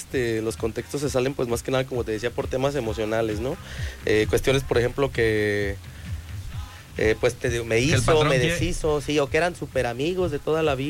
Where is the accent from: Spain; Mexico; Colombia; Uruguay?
Mexico; Michoacán; yo soy originario de Michoacán